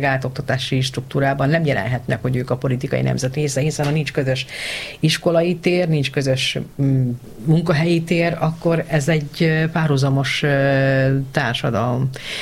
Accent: Hungary; nem úgy vagyok magyar, ahogy a magyarok akarják rólam látni, hogy én magyar vagyok

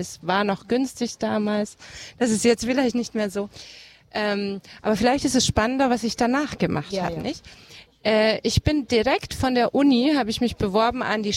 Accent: Munich, Bavaria, Germany; Ich bin Ungarin, in Deutschland geboren und aufgewachsen, in München.

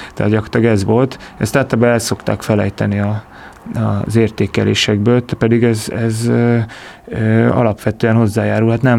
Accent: Pécs, Baranya, Hungary; én nem pesti vagyok, hanem pécsi alapvetően

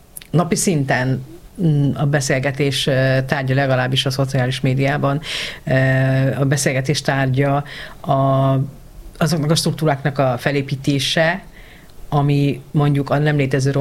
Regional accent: Hungary

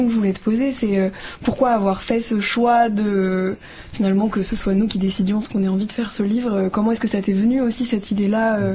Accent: France; je suis née en France de parents hongrois. Mm-hmm. Donc, comme beaucoup d'enfants d'immigrés ou d'émigrés, immigrés, tout dépend d'où on regarde les choses, j'ai grandi dans cette situation où donc on était plutôt en France à ce moment-là.

